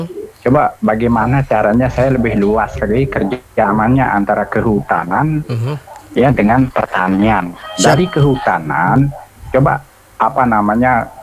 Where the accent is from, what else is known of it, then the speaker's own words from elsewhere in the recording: West Nusa Tenggara, Indonesia; Saya dari Lombok Utara niki, Pak.